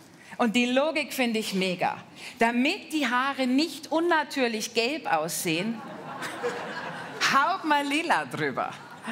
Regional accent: Bavaria, Germany; ich komme aus Bayern.

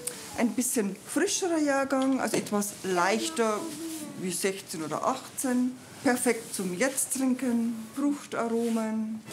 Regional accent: Bavaria, Germany; now in France; Ich komme aus dem Bayerischen Wald, Niederbayern.

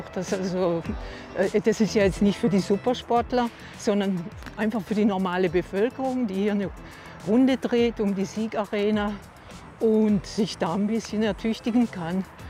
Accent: Freiburg, Baden-Württemberg, Germany; Also selbst als Freiburger kommt man ins Schwitzen.

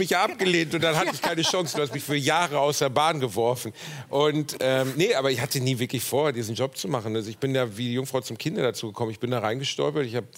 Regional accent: North Rhine-Westphalia, Germany; Ach, Duisburg ist schön im Pott. Ich komme aus dem Ruhrpott.

